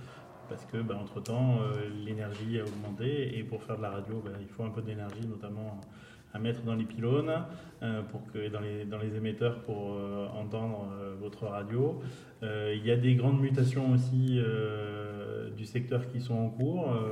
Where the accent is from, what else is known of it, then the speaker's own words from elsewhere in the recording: Occitanie, France; mais comme chez moi, en Lozère